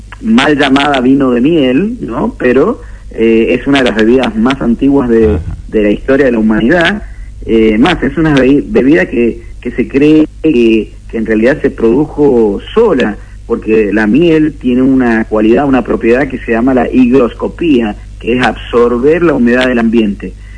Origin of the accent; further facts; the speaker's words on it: Mendoza, Argentina; como mendocino, como apicultor, como miembro de la Sociedad Argentina de Apicultores.